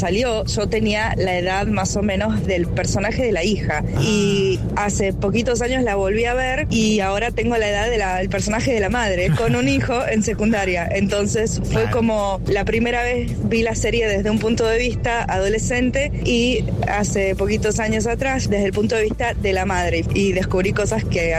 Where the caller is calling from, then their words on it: Israel; los estoy escuchando. Hola, en Israel.